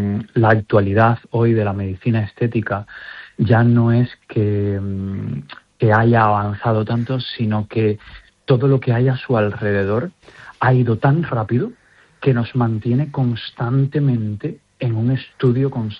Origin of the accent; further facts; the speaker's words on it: Galicia, Spain; a nosotros, como gallegos